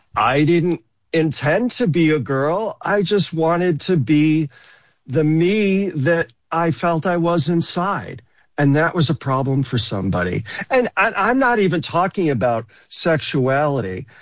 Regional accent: Greece, New York, United States; Yes. I was born in the early 60s, and I grew up in Greece.

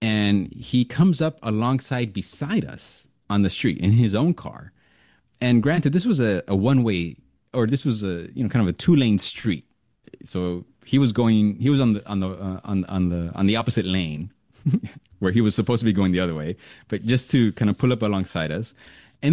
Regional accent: United States; "Oh, I'm from the United States," they wouldn't believe me. They'd say, No. Originally, where are you from?" And I would have to say, like, "Oh, well, my family's from Mexico."

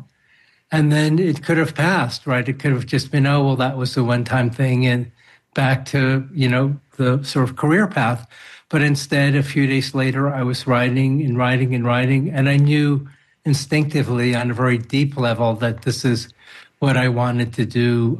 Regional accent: New York City, New York, United States; also born or lived in Manhattan / Long Island; As a Chinese American, I was born in Manhattan, grew up in Fresh Meadows, Queens, and then on Long Island.

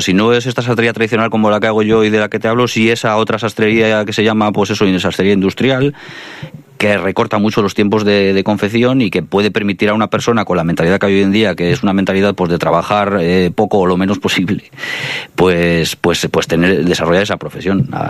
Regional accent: Ponferrada, Castile and León, Spain; es un privilegio para mí poder estar en Ponferrada, que es mi ciudad natal, y poder vivir de mi profesión.

